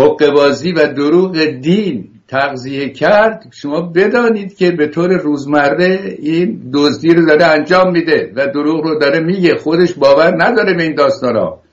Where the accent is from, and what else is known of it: Iran; moved away as an adult; now in United States